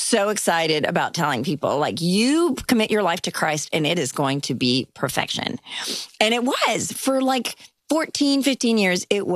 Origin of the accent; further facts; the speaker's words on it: India; born there; I was born in India.